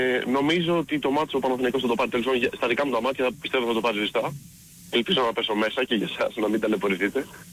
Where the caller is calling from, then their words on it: Vrilissia, Attica, Greece; από Βρυλίσια